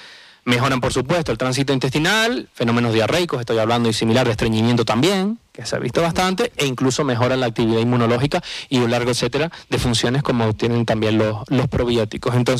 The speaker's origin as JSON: {"language": "Spanish", "town": "San Andrés", "country": "Spain", "tie": "born or raised there", "said": "En mi pueblo de San Andrés"}